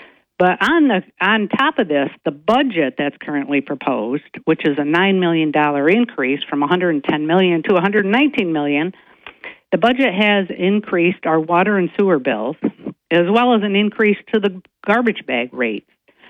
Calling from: Binghamton, New York, United States; from the South Side.

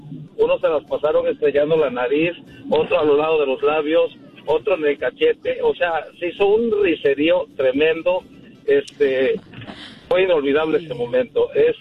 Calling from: Houston, Texas, United States; de Houston.

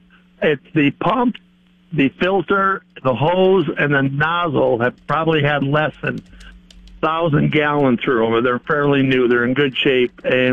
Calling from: Mount Vernon, United States; from Mount Vernon.

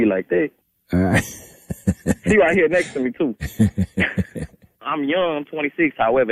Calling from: Montgomery, Alabama, United States; I'm calling from Montgomery, Alabama right now.

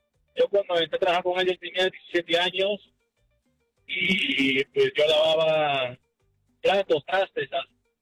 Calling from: Austin, Texas, United States; por aquí, por Austin, por el sur de Austin.

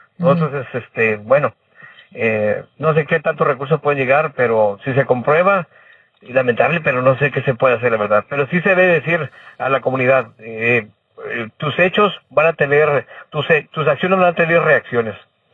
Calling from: Escobedo, Nuevo León, Mexico; desde Escobedo, Nuevo León, para todo el mundo.

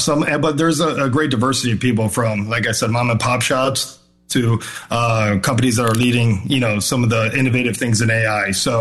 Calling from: Chicago, Illinois, United States; I'm coming in from Chicago

